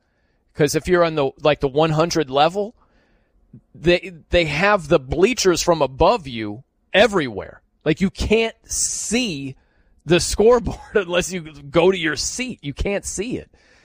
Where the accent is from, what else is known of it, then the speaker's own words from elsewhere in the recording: South Bend, Indiana, United States; So I'm from South Bend, Indiana.